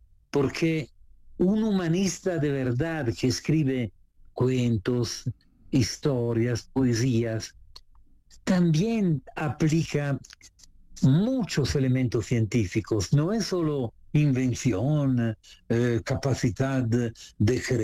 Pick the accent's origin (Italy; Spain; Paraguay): Italy; Spanish is a second language; moved away; yo soy italiano